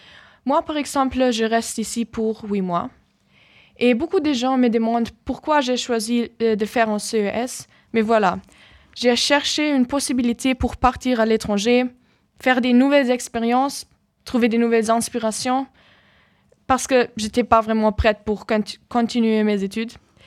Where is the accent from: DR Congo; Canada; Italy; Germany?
Germany; French is a second language; moved away as an adult; now in Valence, France; j'ai 18 ans et je viens d'Allemagne. Et maintenant je suis ici en France, à Valence, avec le Corps européen de solidarité.